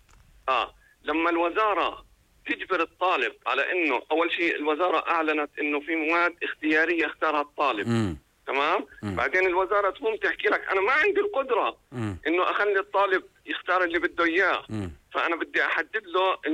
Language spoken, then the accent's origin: Arabic; Jordan